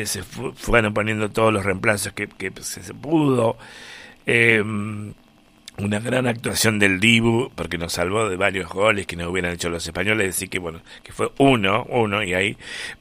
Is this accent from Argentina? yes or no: yes; Argentina; si nos pasa a nosotros como argentinos